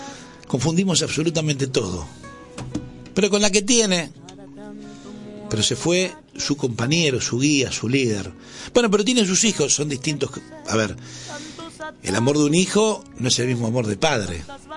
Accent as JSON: {"language": "Spanish", "country": "Argentina", "said": "Y así somos los argentinos."}